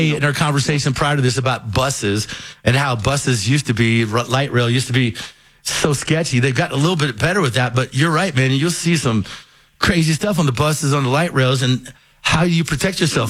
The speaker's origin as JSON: {"language": "English", "region": "Kentucky", "country": "United States", "tie": "born or raised there", "moved": "yes", "lives_now": "Denver, United States", "said": "I grew up in Kentucky. I was always raised around guns."}